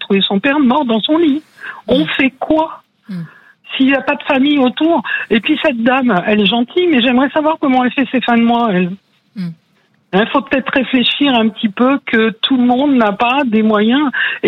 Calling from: Audenge, Nouvelle-Aquitaine, France; D'Audenche, bassin d'Arcachon.

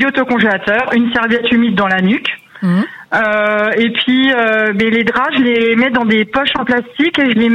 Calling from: Pays de la Loire, France; J'appelle de Vendée.

